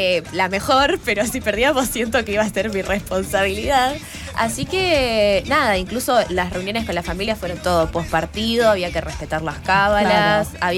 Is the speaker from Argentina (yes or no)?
yes; Argentina; Yo soy judía, la cuestión es que antes que todo soy argentina